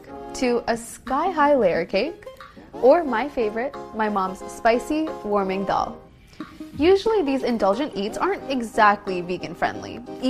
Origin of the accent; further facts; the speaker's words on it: Los Angeles, California, United States; I'm heading to Los Angeles, my hometown, to visit a popular fast food chain serving up show-stopping burgers without the beef. Growing up in SoCal